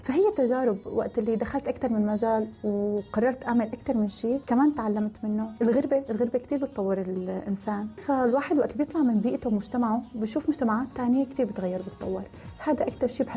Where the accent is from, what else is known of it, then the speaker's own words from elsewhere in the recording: Syria; ونحن كسوريين م